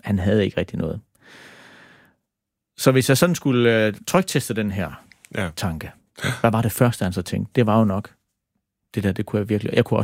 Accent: Sønderborg, Region of Southern Denmark, Denmark; jeg er vokset op i Sønderborg. Helt normal middelklasse hjem.

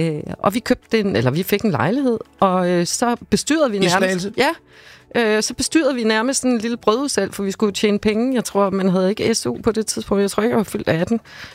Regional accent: Havrebjerg, Zealand, Denmark; also born or lived in Slagelse; Ja, Eren er fra en lille by, der hedder Havrebjerg, lidt uden for Slagelse, 12 kilometer derude fra.

